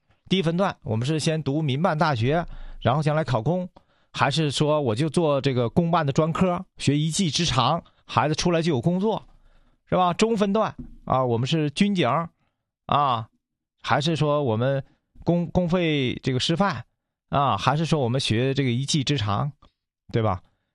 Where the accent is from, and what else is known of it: China